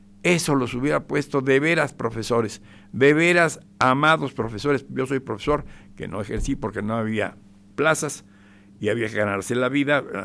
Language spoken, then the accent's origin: Spanish; Guadalajara, Jalisco, Mexico; born there; now in Mexico City, Mexico; allá están jugando en mi tierra tapatía, donde yo mero nací.